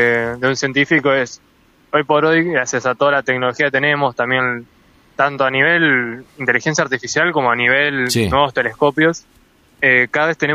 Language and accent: Spanish; Concepción del Uruguay, Entre Ríos, Argentina; moved away as an adult; also born or lived in La Plata; Sí, yo soy de Concepción del Uruguay, viví toda mi vida acá